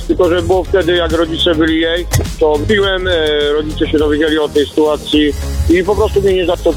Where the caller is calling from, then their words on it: Silesian Voivodeship, Poland; Ja śląskie.